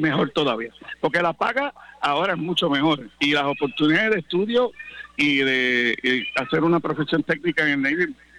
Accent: Bayamón, Puerto Rico; moved away as an adult; now in San Germán, Puerto Rico; yo soy de Bayamón

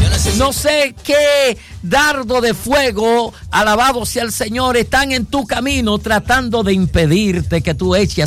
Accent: Villa Hermosa, La Romana, Dominican Republic; Yo soy de Villahermosa.

